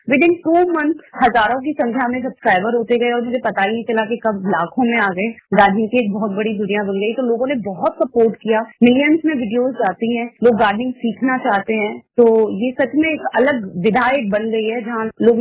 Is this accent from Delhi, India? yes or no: yes; Delhi, India; नमस्कार सर, मैं दिल्ली शाहदरा से हूँ